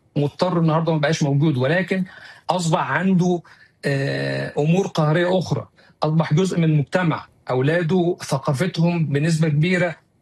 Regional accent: Egypt; now in Syria; انا مصري عايش في سوريا باسرتي ولادي كبروا هناك

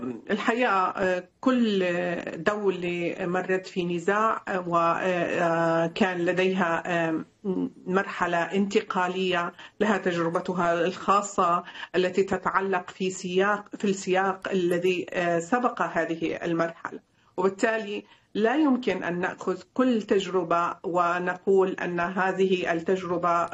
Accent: Syria; نعم، الحقيقة نحن كسوريين لدينا تجاربنا في مع الاستبداد لسنوات طويلة

